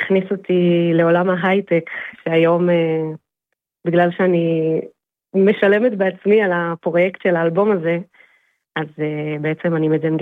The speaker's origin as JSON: {"language": "Hebrew", "region": "Northern District", "country": "Israel", "said": "הייתי בלהקות של מסגב, אני מהצפון במחול."}